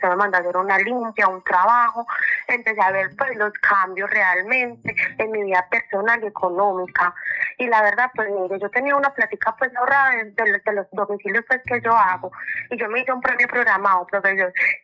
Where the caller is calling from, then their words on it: Victoria, Caldas, Colombia; Yo le estoy llamando desde Victoria Caldas